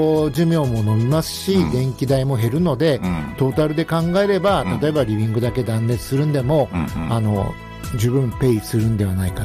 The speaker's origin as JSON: {"language": "Japanese", "region": "Gunma", "country": "Japan", "tie": "born or raised there", "said": "僕も群馬県生まれですので"}